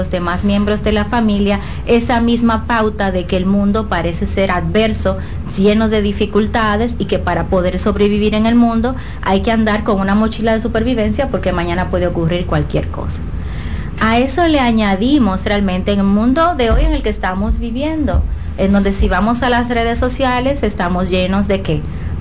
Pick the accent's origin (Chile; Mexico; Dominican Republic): Dominican Republic